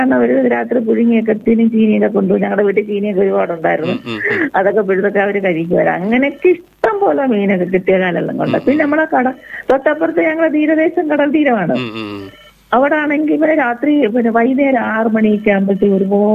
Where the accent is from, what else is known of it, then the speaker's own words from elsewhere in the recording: Kollam, Kerala, India; കൊല്ലം തോടിന്റെ അരുവിന നമ്മുടെ ഞാൻ ജനിച്ചു വളർന്നതെല്ലാം